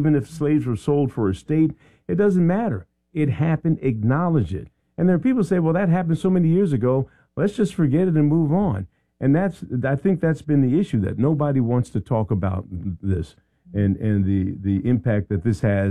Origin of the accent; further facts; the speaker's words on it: Philadelphia, Pennsylvania, United States; now in North Carolina, United States; I'm from Philadelphia